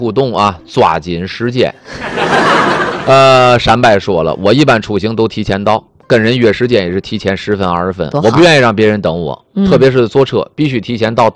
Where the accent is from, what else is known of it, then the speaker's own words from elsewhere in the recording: Dandong, Liaoning, China; moved away; 我们那儿，我上小学的时候啊，还有的同学家里老人，满族的爷爷奶奶，还会说满语了